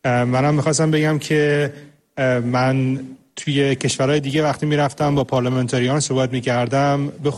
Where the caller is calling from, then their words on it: England, United Kingdom; وقتی که میفهمیدن از انگلیس میام،